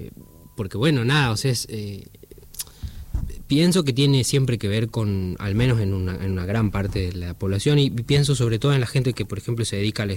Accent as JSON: {"language": "Spanish", "town": "San Salvador de Jujuy", "region": "Jujuy", "country": "Argentina", "also_born_or_lived": "Córdoba / Buenos Aires", "said": "Así es, San Salvador, Jujuy."}